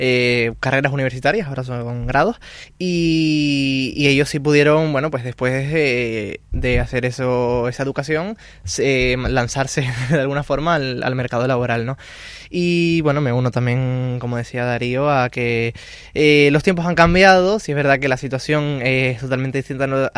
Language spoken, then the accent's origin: Spanish; La Orotava, Canary Islands, Spain; yo soy del norte